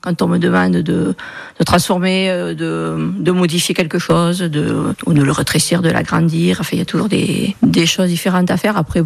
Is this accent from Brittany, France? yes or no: no; Nouvelle-Aquitaine, France; accent: south-west; moved away as an adult; also born or lived in Gironde; now in Franche-Comté, France; Du sud-ouest, sud-Gironde, enfin plutôt Lot-et-Garonne. Voilà, moi, quand j'étais petite, j'habitais en Lot-et-Garonne.